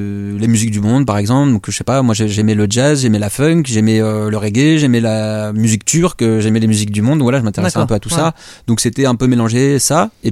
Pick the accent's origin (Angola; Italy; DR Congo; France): France; Troyes, Grand Est; born there; also born or lived in Lille; Je suis né à Lille et je suis arrivé à Troyes quand même à 10 ans, hein, donc en 96.